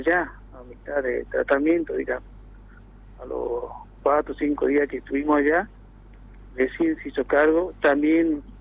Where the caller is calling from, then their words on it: General Enrique Mosconi, Salta, Argentina; Nosotros somos del interior, somos de General Enrique Mosconi